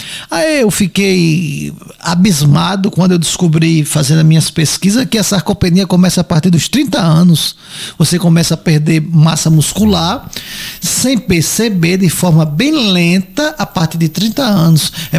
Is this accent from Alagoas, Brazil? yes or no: yes; Alagoas, Brazil; now in Coruripe, Brazil; eu tô morando em Cururipe, que na verdade a minha eu sou do litoral, né? Eu não sou do Agreste nem do Sertão, sou do litoral. Então a gente mora lá e mora também em São Sebastião.